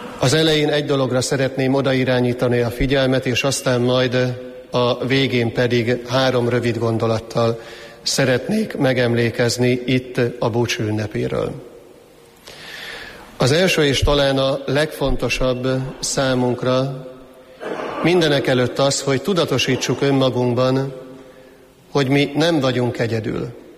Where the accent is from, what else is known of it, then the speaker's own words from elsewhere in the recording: Hungary; számunkra, ma élő magyar katolikus keresztények számára